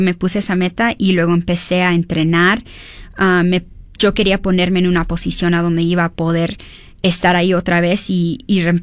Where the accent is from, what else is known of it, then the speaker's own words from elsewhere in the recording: Park City, Utah, United States; also born or lived in Ogden; Pasé gran parte de mi niñez en Park City y después nos mudamos a Ogden.